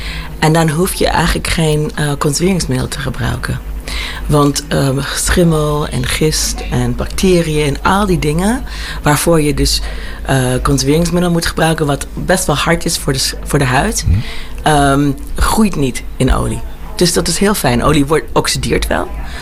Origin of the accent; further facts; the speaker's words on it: Germany; Dutch is a second language; also born or lived in United States; is een Nederlander die in Duitsland en Amerika is opgegroeid. Vandaar mijn accent. Mijn moeder is Friesin.